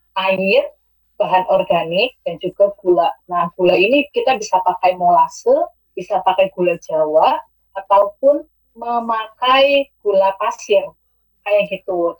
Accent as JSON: {"language": "Indonesian", "town": "Pekuncen", "region": "Central Java", "country": "Indonesia", "lives_now": "Sukaraja, Indonesia", "said": "Kalau saya aslinya sih Pekunsen, cuma saya sekarang domisili di Karanganas, Sukaraja."}